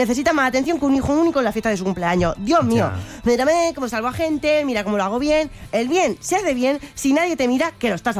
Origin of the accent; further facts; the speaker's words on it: Region of Murcia, Spain; porque como murciana...